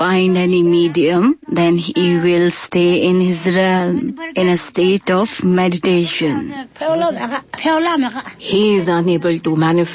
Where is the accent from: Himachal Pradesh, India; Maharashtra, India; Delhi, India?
Himachal Pradesh, India; I come from Spiti Valley. I am 25 years old.